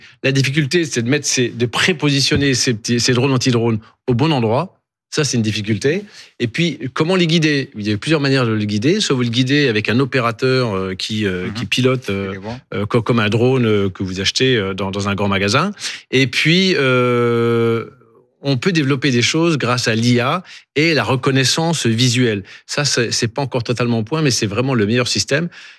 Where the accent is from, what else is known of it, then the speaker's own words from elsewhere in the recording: France; chez nous en France.